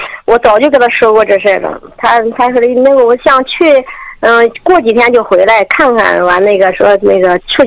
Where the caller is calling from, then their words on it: Anhui, China; 我因为我家是安徽的